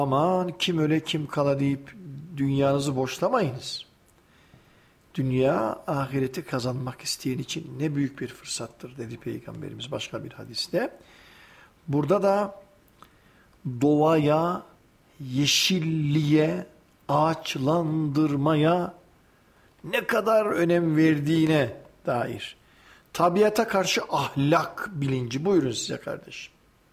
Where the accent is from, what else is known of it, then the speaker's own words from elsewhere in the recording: Eastern Anatolia, Turkey; now in Ankara, Turkey; 110 kilometre ileride benim ilçem.